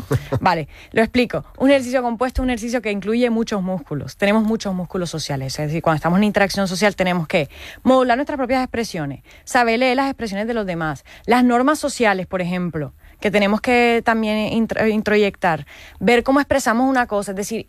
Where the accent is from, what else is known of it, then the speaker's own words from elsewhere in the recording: Caribbean Region, Colombia; Yo vengo de la Andalucía de Colombia, ¿vale? De la costa del Caribe colombiano.